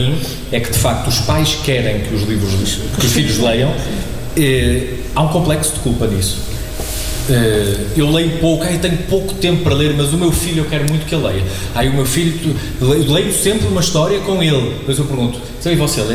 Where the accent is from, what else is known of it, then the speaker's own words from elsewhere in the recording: Espinho, Norte, Portugal; also born or lived in Porto; eu nasci no Porto, e quando eu tinha 2 anos, os meus pais foram colocados em Espinho. E quando fomos para Espinho morar